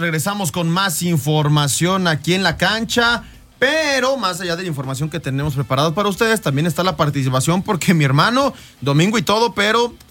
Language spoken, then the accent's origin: Spanish; Mexico